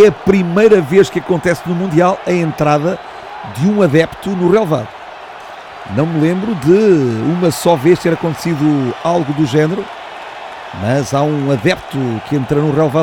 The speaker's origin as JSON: {"language": "Portuguese", "country": "Mozambique", "said": "Um abraço, Moçambique, a minha terra."}